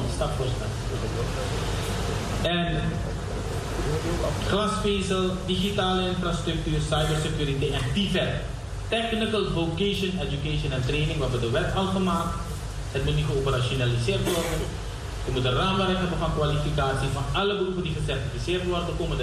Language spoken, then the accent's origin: Dutch; Delft, South Holland, Netherlands; natuurlijk heb ik ook met de mensen hier in Delft, van waar ik kom. TU Delft en in RH, Delft, Wageningen.